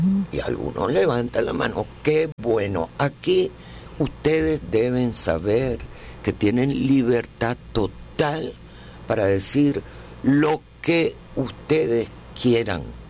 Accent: Venezuela; born there; yo sentía en mi juventud, en mi adolescencia, que estando en Venezuela y siendo mujer

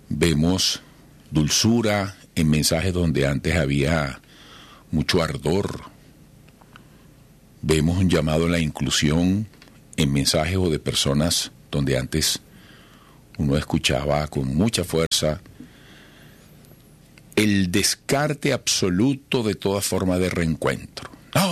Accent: Venezuela; seguimos como venezolanos

